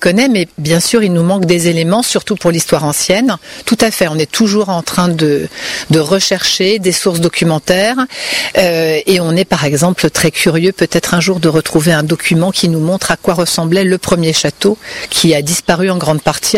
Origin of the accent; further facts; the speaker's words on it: Auvers-sur-Oise, Île-de-France, France; now in French Vexin, France; Je suis née dans le Val-d'Oise, j'ai grandi à Auvers-sur-Oise.